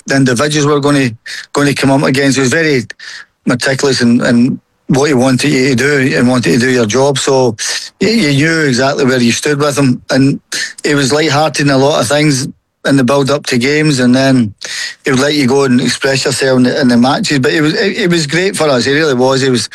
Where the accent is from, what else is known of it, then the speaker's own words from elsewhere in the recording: Scotland, United Kingdom; being Scottish